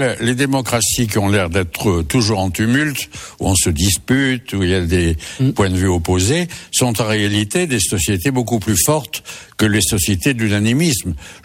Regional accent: Saint-Étienne, Auvergne-Rhône-Alpes, France; je suis originaire d'une ville en sinistrée qui est Saint-Étienne, qui jadis était une ville quand j'étais enfant très prospère, qui aujourd'hui est au, je dirais pas au fond du gouffre

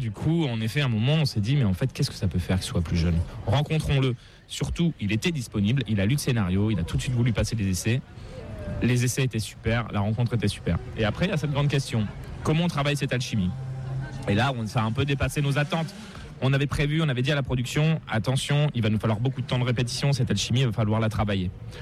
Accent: Grand Est, France; moved away as an adult; also born or lived in Paris; j'ai grandi à côté des poubelles nucléaires. Ça n'a jamais été un sujet. Ça a commencé à devenir un sujet quand en fait je suis parti moi de la Haute-Marne faire mes études à Paris.

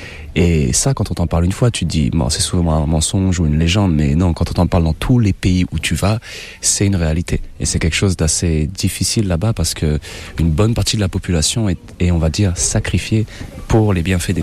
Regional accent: Niger; also born or lived in France / Zaire; Je suis né pendant une guerre civile au Zaïre où mes parents habitaient depuis déjà plusieurs années. Ma mère a dû rentrer en France pour m'avoir et quand j'ai eu 3 mois, elle m'a ramené en Afrique et j'ai commencé ma vie au Niger

